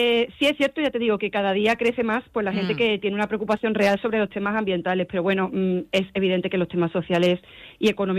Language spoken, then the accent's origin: Spanish; Andalusia, Spain; nosotros como andaluces, en nuestra comunidad